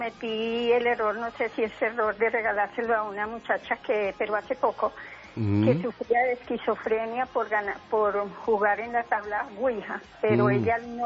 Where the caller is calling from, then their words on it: Funza, Cundinamarca, Colombia; Estoy llamando desde Funza.